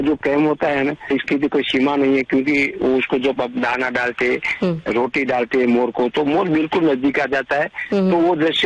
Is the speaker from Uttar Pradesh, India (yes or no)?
no; Der, Gujarat, India; now in Ahmedabad, India; मेरा गाँव देर है, तहसील जिला पाटन, वहाँ गोरैया बहुत है, अहमदाबाद में कम है।